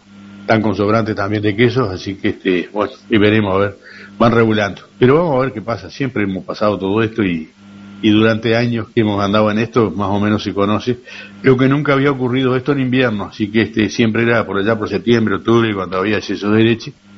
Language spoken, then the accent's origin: Spanish; Uruguay; somos uruguayos.